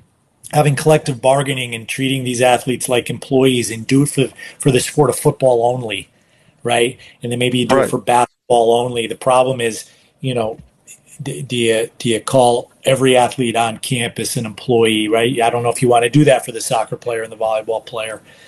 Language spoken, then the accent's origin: English; Northeast, United States; growing up in the Northeast